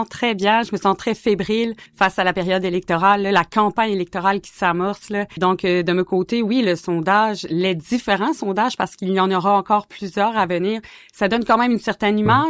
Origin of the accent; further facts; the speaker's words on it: Havre-Saint-Pierre, Quebec, Canada; also born or lived in Trois-Rivières; c'était clair que je voulais revenir chez moi, à Saint-Pierre.